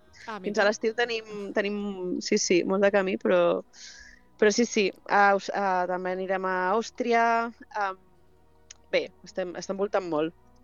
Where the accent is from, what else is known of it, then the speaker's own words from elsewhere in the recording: Ibiza, Balearic Islands, Spain; O sigui, jo sóc eivissenca, però no tenia família d'allà